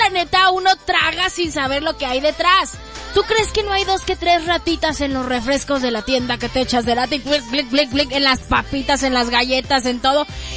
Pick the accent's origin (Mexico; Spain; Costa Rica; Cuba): Mexico; para nosotros los mexicanos